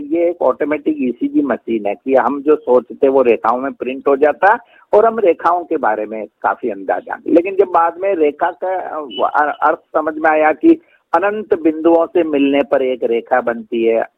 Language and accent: Hindi; Hamirgarh, Rajasthan, India; born or raised there